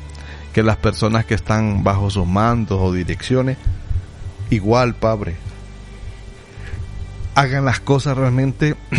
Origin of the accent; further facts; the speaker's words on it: Honduras